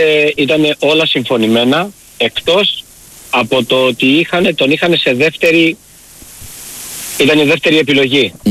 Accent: Thessaloniki, Central Macedonia, Greece; moved away; Εγώ έχω μεγαλώσει στη Θεσσαλονίκη. Μετά έφυγα και ήρθα εδώ, από τη Θεσσαλονίκη ήρθα εδώ.

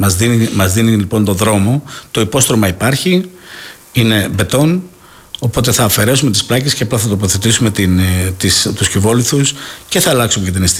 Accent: Kalythies, South Aegean, Greece; ο τόπος μου είναι ένας απαιτητικός τόπος. Βλέπω και τους συμπολίτες μου να είναι πάρα πολύ απαιτητικοί. Κάνω βόλτες και σε άλλα χωριά. Μπορώ να σας πω ότι οι Καλυθιές βρίσκονται σε πάρα πολύ υψηλό επίπεδο όσον αφορά την αισθητική του τοπίου.

